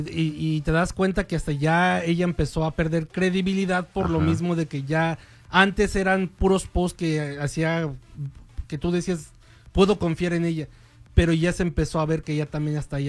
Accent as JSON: {"language": "Spanish", "country": "Mexico", "said": "La verdad que yo como mexicano, yo no me gusta Taco Bell."}